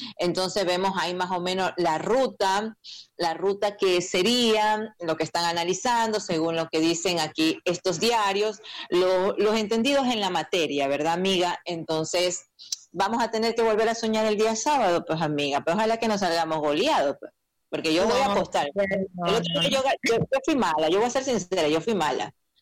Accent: Ecuador

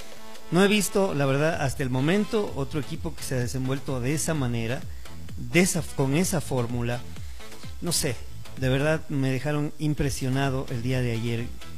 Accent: Ecuador

